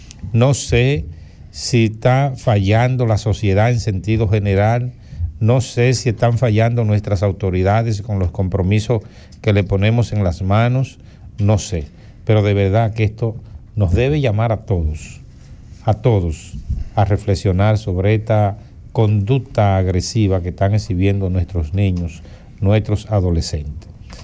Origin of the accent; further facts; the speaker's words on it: Dominican Republic; mi país, en la República Dominicana